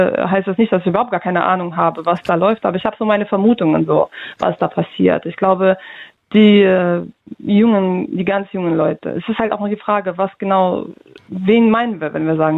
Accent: Russia; now in Germany; ich habe das Gefühl, wenn ich sage, ja, ich komme aus Russland, es ist denen egal, woher ich komme.

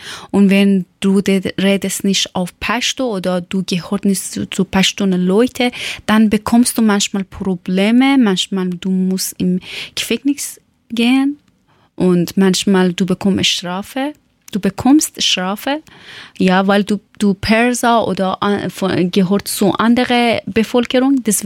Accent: Herat, Afghanistan; first language Persian; German is a second language; moved away; Herat, ich komme aus Herat. Und dann habe ich gesagt, ja, in Herat, wir reden auf Persisch und viele von uns in Herat sind Perser und Perserin.

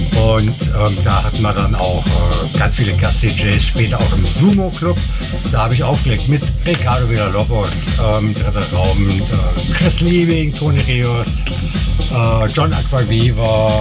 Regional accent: Marburg, Hesse, Germany; Ich komme aus Marburg

